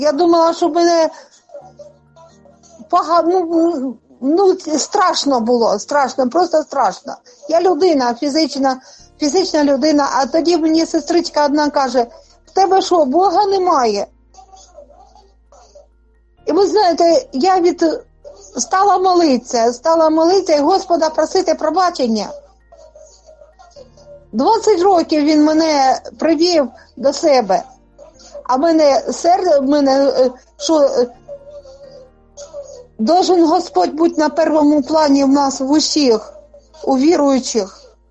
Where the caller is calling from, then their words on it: Kharkiv Oblast, Ukraine; Із Харківщини.